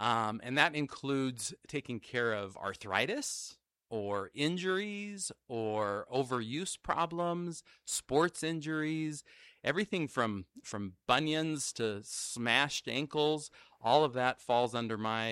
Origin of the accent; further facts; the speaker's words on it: Alaska, United States; moved away as an adult; also born or lived in Hawaii / Provo, Utah / Virginia / Oregon; now in Utah, United States; I grew up in Alaska. I grew up in Kodiak and Juneau, Alaska. And then I've moved all over with my training since then, and including went to Hawaii for undergrad